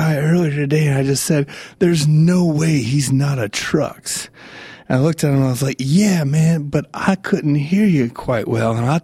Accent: Georgia, United States; born there; I was born in Georgia. We both got family throughout the South.

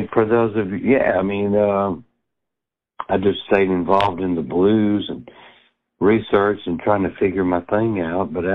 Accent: Mississippi, United States; It's based on my beloved Rosetta Patton that I grew up with in the Delta.

